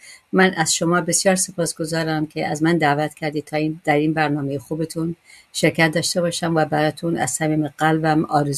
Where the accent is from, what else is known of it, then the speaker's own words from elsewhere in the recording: Kermanshah, Iran; moved away as an adult; من زمانی که در ایران بودم قبل از انقلاب